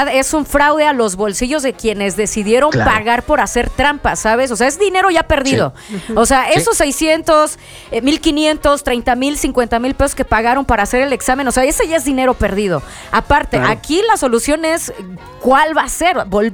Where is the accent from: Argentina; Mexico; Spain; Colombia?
Mexico; yo sí como mexicana exijo que sí se haga un examen físico